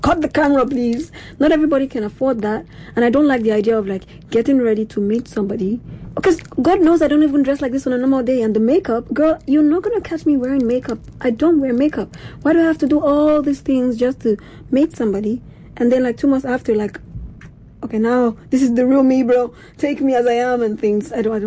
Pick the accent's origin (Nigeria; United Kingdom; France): Nigeria; when I hear date as a Nigerian, I think these people are boyfriend and girlfriend.